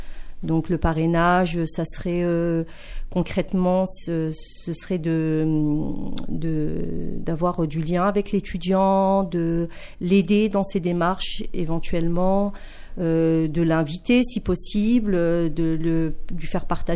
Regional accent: Longwy, Grand Est, France; je suis originaire de Gourincourt

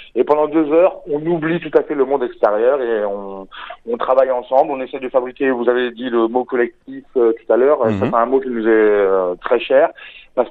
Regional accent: Longwy, Grand Est, France; moved away as an adult; Oui, je suis un Longwycien d'origine, donc j'ai grandi à Longwy. J'en suis parti quand j'avais à peu près 20 ans, et j'y reviens de plus en plus.

